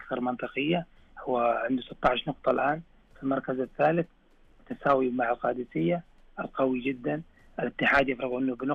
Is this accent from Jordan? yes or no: no; Saudi Arabia; يفرحنا بكل امانه كسعوديين